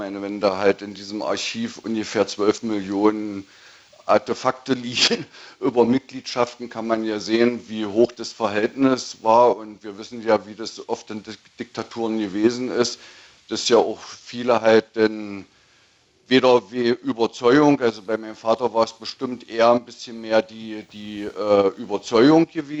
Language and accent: German; East Germany, Germany; also ich bin in der DDR groß geworden und spätestens, wo ich dann 1980 mich für ein Studium beworben habe